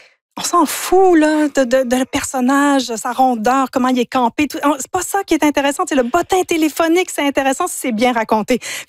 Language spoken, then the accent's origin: French; Ontario, Canada; first language English; moved away; also born or lived in United States / England; Moi, je suis franco-ontarienne au départ, donc j'ai grandi dans l'univers anglophone. Mm-hmm. J'ai vécu aux États-Unis, en Angleterre. Donc, l'anglais, c'est un peu ma langue maternelle d'une bizarre de façon.